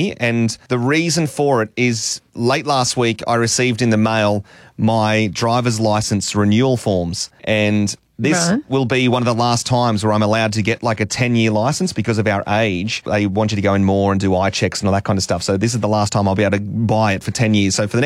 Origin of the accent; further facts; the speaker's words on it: Dapto, New South Wales, Australia; Well, I'm from Dapto.